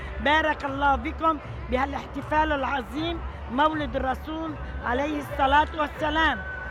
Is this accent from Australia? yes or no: yes; Australia; أنا مواطنة من أستراليا ومن الجالية العربية اللبنانية.